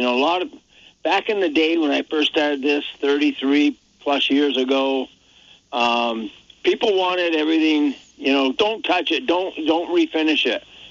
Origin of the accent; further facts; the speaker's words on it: Barre, Vermont, United States; And I'm a Barry boy. I was born in Vermont, and I believe in service 100%.